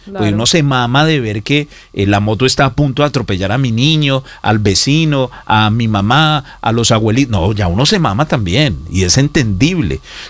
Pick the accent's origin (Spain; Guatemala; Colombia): Colombia; que somos muchos los colombianos.